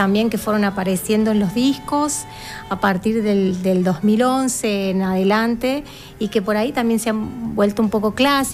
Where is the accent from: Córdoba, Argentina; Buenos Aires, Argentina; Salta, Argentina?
Córdoba, Argentina; La Para; Yo soy de La Para, que está muy cerquita de Mar Chiquita, en la zona de Ancenusa.